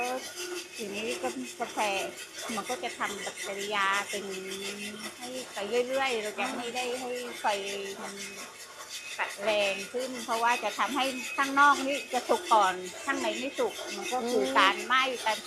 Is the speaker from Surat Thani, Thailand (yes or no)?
yes; Surat Thani, Thailand; now in Ranong, Thailand; เป็นคนสุราษฎร